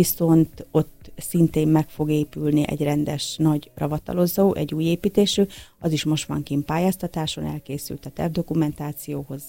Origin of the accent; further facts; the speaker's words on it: Astei, Zakarpattia Oblast, Ukraine; Én több mint 30 éve vagyok asztélyi lakos